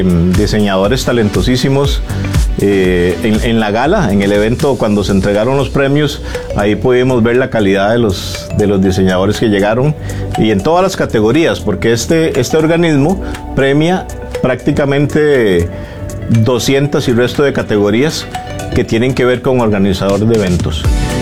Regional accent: Siquirres, Limón, Costa Rica; Yo soy de Siquirres

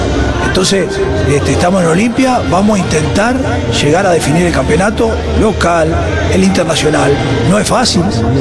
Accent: Uruguay

